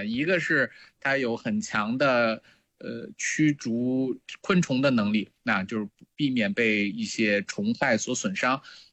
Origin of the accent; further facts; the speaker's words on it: China; 那我们中国人吃韭菜的历史非常长啊